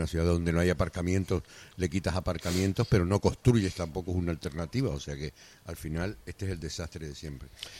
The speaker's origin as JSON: {"language": "Spanish", "region": "Canary Islands", "country": "Spain", "said": "un pueblo como el Canario"}